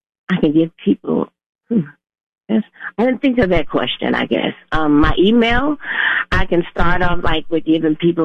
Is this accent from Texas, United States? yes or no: no; Chicago, Illinois, United States; now in Minnesota, United States; Okay, I'm not from here. I apologize. I am from Chicago.